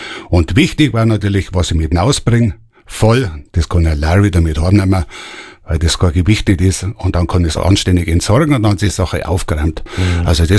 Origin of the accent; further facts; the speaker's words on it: Graswang, Bavaria, Germany; bin ja aus Graswang